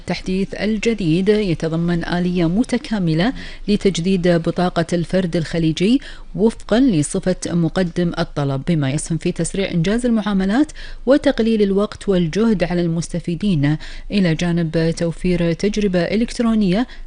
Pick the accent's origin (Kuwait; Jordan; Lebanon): Kuwait; ورح نتكلم عن آخر الأخبار والمستجدات في ديرتنا الحبيبة الكويت